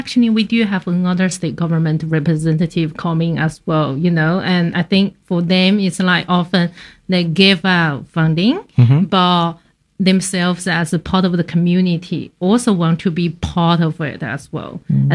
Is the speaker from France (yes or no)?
no; Sichuan, China; so hot pot, for me, I'm from Sichuan. It's the province where invented hot pot. Very proud.